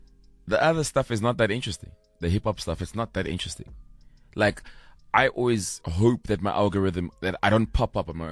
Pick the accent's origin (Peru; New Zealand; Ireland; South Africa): South Africa; born there; I'm born in South Africa. I wear the Bafana shirt.